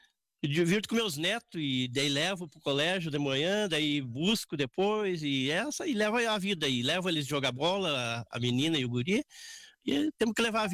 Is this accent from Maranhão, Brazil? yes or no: no; Soledade, Rio Grande do Sul, Brazil; born there; Nasci no Capão Rico ali em Santa Terezinha.